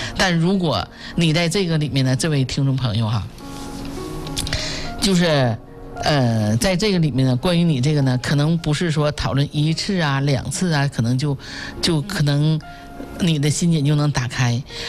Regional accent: China

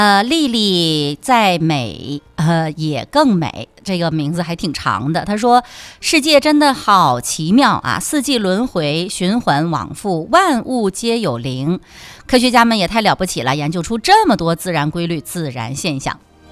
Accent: Northeast China, China; 咱们东北话

